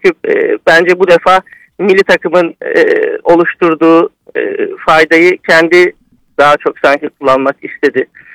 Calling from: Istanbul, Turkey; İstanbul'dan katılıyorum.

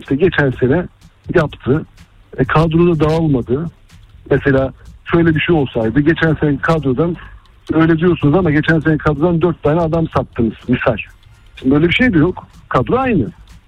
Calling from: Istanbul, Turkey; Ben İstanbul'dan … Galatasaray taraftarıyım.

